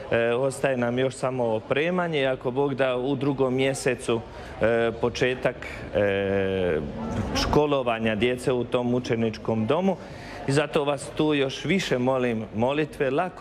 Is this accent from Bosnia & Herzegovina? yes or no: yes; Zavidovići, Federation of Bosnia and Herzegovina, Bosnia & Herzegovina; also born or lived in Bolivia; Franjevac Kapucin i rodom sam iz Župe Zavidović, svećenik već 17 godina, a u tih 17 godina, 10,5 godina misionar u Boliviji.